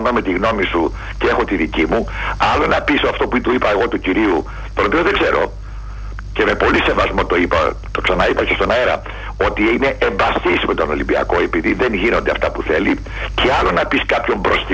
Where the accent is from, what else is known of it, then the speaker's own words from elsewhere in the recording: Peristeri, Attica, Greece; από το Περιστέρι.